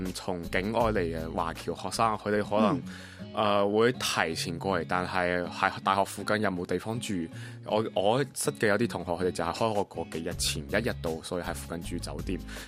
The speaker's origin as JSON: {"language": "Cantonese", "country": "Macau"}